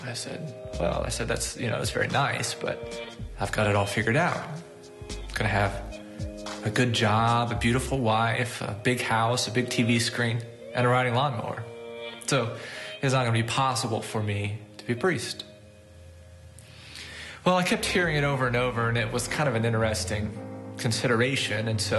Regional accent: Owensboro, Kentucky, United States; I'm originally from Owensboro, and I'm presently a priest at Saints Joseph and Paul in Owensboro, Kentucky.

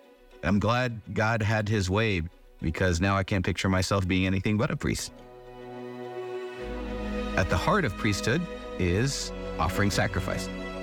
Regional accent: Columbia, Missouri, United States; moved away; also born or lived in Indiana; I grew up in Columbia, Missouri. I went to Indiana University, where I studied business.

